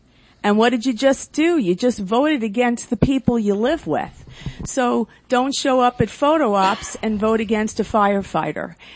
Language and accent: English; Lynbrook, New York, United States; now in East Rockaway, United States; where I grew up in Lynbrook, where I live in East Rockaway now